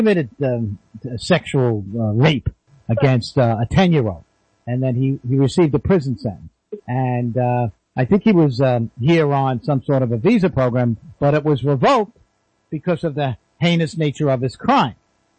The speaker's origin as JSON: {"language": "English", "country": "United States", "said": "I say this as an American"}